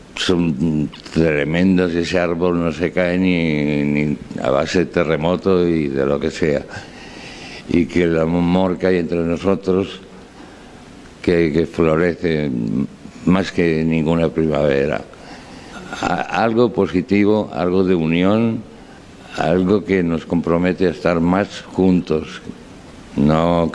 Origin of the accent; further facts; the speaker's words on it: Alcoy, Valencian Community, Spain; moved away; Y ¿de dónde soy? Pues soy de Alcoy. Aunque tengas que luego explicar Alcoy, Alicante, región de Valencia, España, un punto aquí, pero en el fondo soy alcoyano.